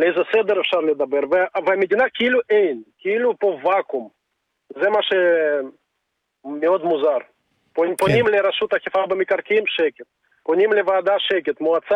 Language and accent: Hebrew; Haifa, Haifa District, Israel; also born or lived in Maoz Haim; אני באתי מחיפה, גרתי 11 שנים בחיפה, גרתי לפני זה בקיבוץ מעוז חיים